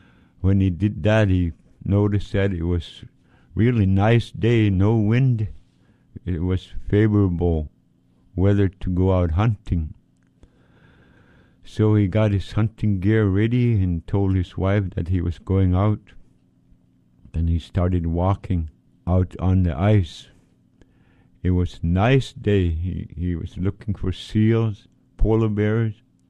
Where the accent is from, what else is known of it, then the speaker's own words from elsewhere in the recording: Point Hope, Alaska, United States; I'm an Inupiaq from Tikilak, Point Hope, Alaska.